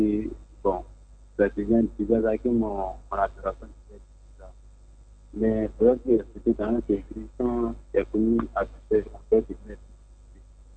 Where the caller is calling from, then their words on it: Abidjan, Côte d’Ivoire; Oui, c'est dans la commune de Port-Boué.